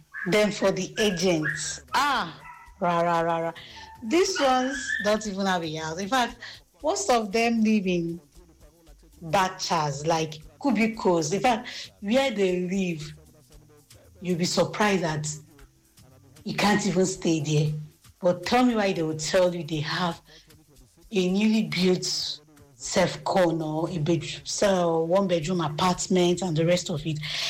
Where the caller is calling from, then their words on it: Aja, Lagos, Nigeria; I'm venting from Aja.